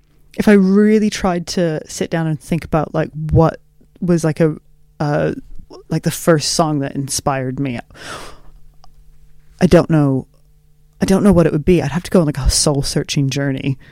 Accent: Canada; and I'm from Canada, so Cirque du Soleil is like a national treasure in Canada.

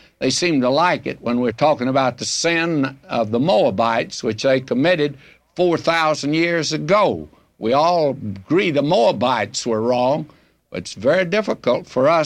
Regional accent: United States; I'm still happy that I'm an American. I'm still happy I live in the United States today.

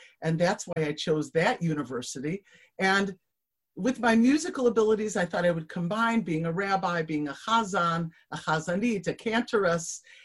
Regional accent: Buffalo, New York, United States; moved away; So I'm from Buffalo, New York, and I came back to Buffalo. And I was brought up in a suburb right near here to Reform Jewish parents.

